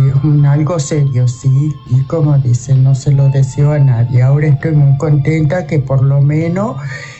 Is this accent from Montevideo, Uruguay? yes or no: no; Melo, Cerro Largo, Uruguay; Yo soy de acá de Melo